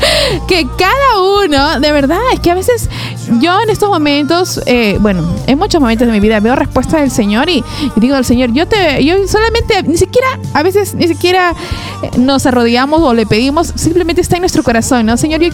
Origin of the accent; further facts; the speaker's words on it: northern Peru, Peru; Hoy almorcé mi rico chambar como buena norteña.